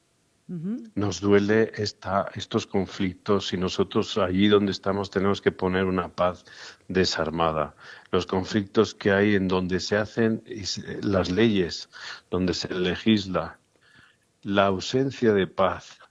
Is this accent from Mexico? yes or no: yes; Mexico; todos somos mexicanos